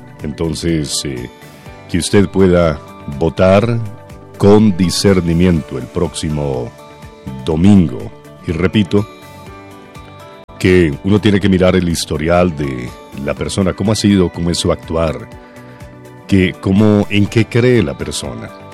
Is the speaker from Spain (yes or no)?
no; Colombia